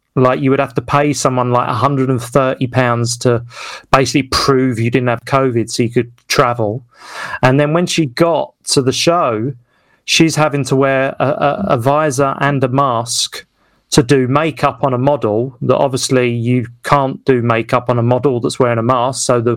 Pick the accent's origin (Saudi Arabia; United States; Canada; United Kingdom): United Kingdom; Westcliff, East of England; doing a show in Westcliff in my hometown, but having an American compere, I thought that was going to sound cool, you know.